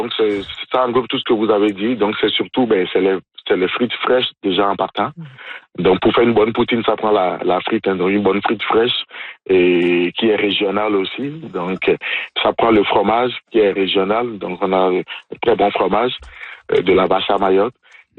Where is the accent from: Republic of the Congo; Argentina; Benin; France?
Benin; now in Canada; de mon pays d'origine, du Bénin.